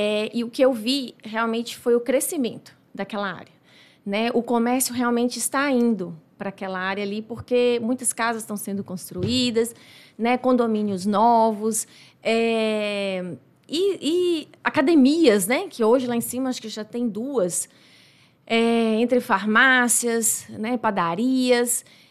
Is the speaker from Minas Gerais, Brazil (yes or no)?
yes; Nanuque, Minas Gerais, Brazil; Eu sou daqui de Nanuque, né, meus pais daqui, sou de uma família toda daqui, sou filha e neta de empreendedores.